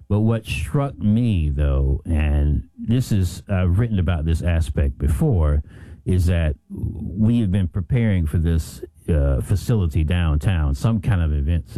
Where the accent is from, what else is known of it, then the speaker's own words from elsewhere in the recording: the South, United States; I growing up in the South, and my parents being from Georgia, they actually grew up in segregation.